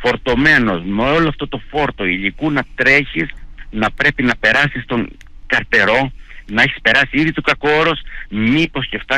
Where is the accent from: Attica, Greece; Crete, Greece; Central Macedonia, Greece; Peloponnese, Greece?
Crete, Greece